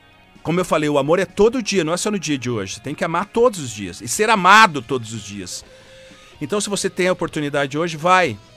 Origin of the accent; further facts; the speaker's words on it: Brazil; Nós somos brasileiros acima de qualquer coisa.